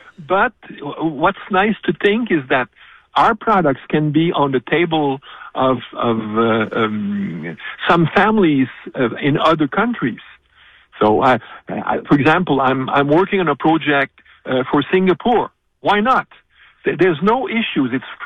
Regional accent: Canada; We don't like to think that as Canadian, but we have a great reputation.

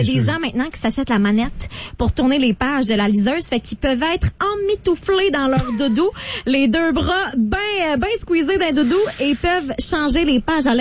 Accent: Saint-Constant, Quebec, Canada; En fait, c'est parce que chez moi, à Saint-Constant, avec mes parents, c'est que des ridelles.

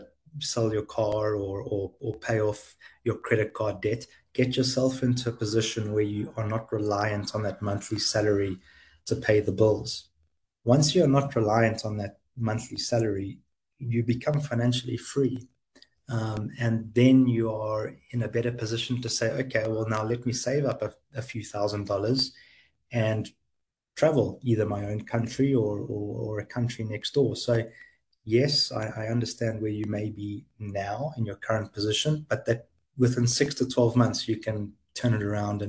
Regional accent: South Africa; I told them I was from South Africa

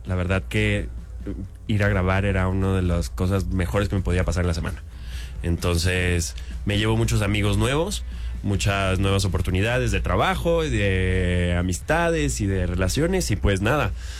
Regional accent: Peru; yo soy peruano.

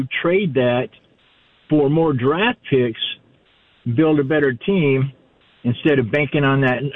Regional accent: Wisconsin, United States; and I grew up in Wisconsin, I'm not seeing Mike McCarthy in Pittsburgh.

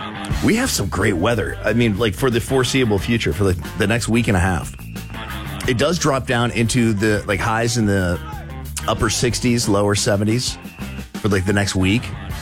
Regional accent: Florida, United States; just being a native Floridian

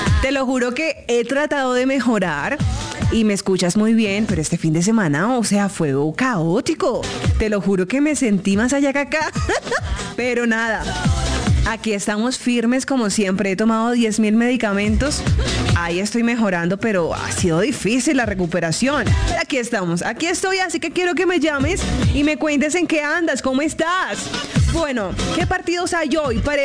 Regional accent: Colombia; Esa colombiana, Noruega, ni rubia soy.

